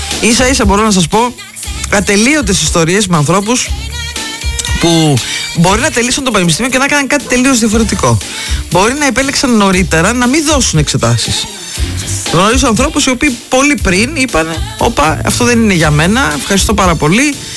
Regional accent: Preveza, Epirus, Greece; moved away; γιατί έβλεπα την πατρίδα μου, εκεί που περπάτησα, εκεί που μεγάλωσα και τα λοιπά.

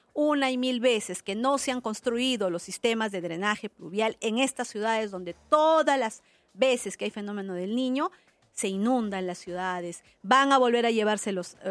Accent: Peru; hay que hacer algo como peruanos y hay que entender el gran poder que tenemos los peruanos.

